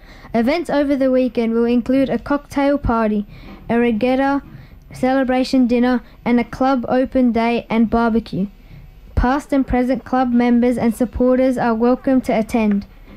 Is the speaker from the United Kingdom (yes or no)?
no; Sydney, New South Wales, Australia